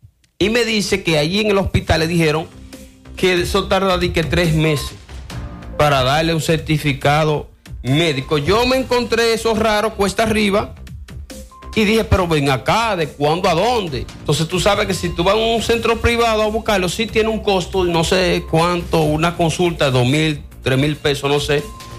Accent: Dominican Republic; Que merecemos nosotros como dominicanos.

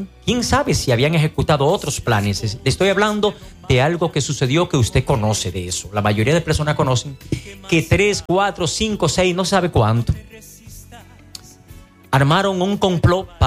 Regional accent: Moca, Espaillat, Dominican Republic; Gracias, Moca. Gracias, mi pueblo mocano.

